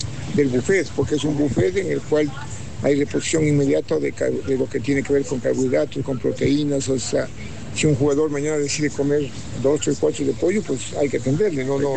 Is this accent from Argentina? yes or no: no; Ecuador